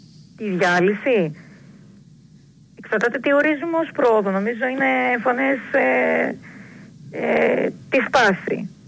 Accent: Greece; και εγώ και εσύ είμαστε Έλληνες.

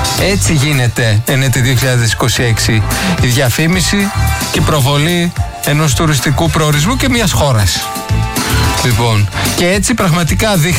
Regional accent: Greece

